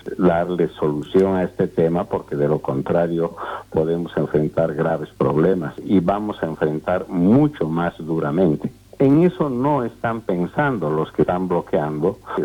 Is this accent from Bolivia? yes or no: yes; Bolivia; nosotros como bolivianos y bolivianas